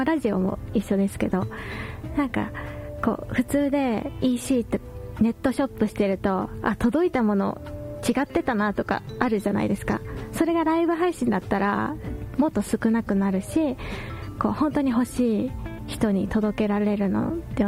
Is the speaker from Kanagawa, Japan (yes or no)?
no; Osaka, Japan; moved away as an adult; now in Toyooka, Japan; 私は大阪出身なので、もう絶対生涯都会でしか過ごさないって当時は思ってたんですけど、うん、豊岡に来てみると